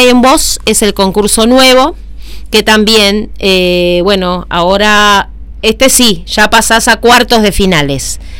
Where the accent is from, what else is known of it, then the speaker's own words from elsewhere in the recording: La Plata, Buenos Aires Province, Argentina; born there; Nosotros nos reuníamos cuando éramos chicos en La Plata.